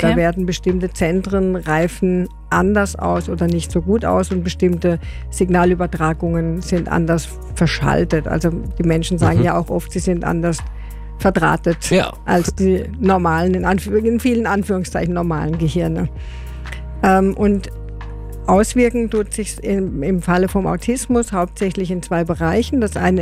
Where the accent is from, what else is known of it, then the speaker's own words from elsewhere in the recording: Germany; now in Austria; Also diese Erfahrung habe ich als Deutscher auch gemacht.